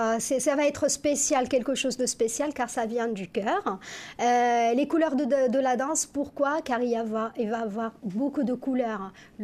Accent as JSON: {"language": "French", "town": "Casablanca", "region": "Casablanca-Settat", "country": "Morocco", "tie": "born or raised there", "moved": "yes", "lives_now": "Bergerac, France", "said": "C'est ma ville natale."}